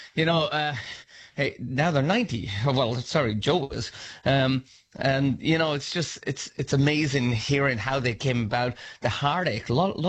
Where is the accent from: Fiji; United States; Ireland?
Ireland; So it's I'm always torn, and because I'm from Ireland, you know, I can choose, you know.